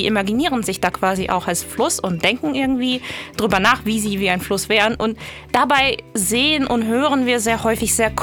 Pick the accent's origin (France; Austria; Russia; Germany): Russia; moved away; Mein Name kann es vielleicht schon so ein bisschen verraten, aber ich komme tatsächlich selbst aus Russlands Grenzregion zu Kasachstan